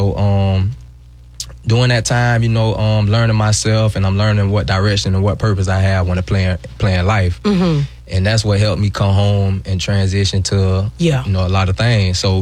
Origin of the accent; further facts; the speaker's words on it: Jacksonville, Florida, United States; I'm definitely from Jacksonville. Duval is my home. From the north side, Cleveland Arms.